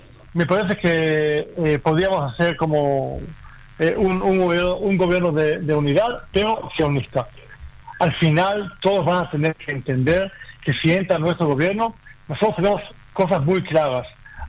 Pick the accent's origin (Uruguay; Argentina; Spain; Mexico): Argentina; born there; Como yo soy latino, nací en Argentina y tengo mucho cariño a Argentina